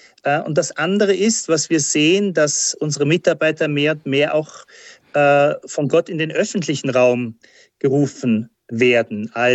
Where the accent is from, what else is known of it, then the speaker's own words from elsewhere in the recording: Saarland, Germany; Unter anderem war aber auch im Saarland so ein weiter Fleck und das ist meine Heimat.